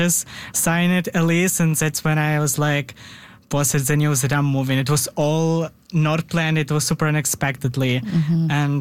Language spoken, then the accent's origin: English; Ukraine; moved away as an adult; also born or lived in Regina, Canada; now in Winnipeg, Canada; So originally I'm from Ukraine, and I moved to Canada, specifically to Regina, in 2022. It was like almost 4 years now